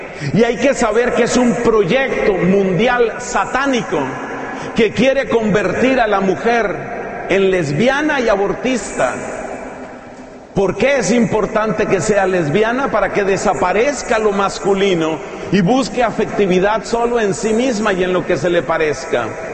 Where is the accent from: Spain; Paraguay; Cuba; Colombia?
Colombia; en mi país, donde tenemos elecciones el año entrante en Colombia